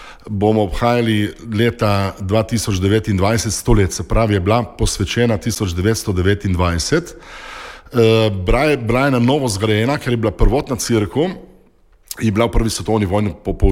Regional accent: Slovenian Littoral, Slovenia; now in Šempeter pri Gorici, Slovenia

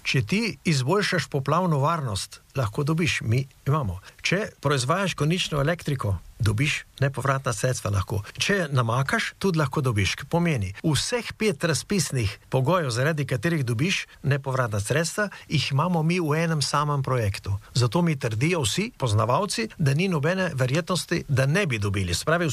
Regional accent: Slovenian Littoral, Slovenia; Primorci smo pa zato

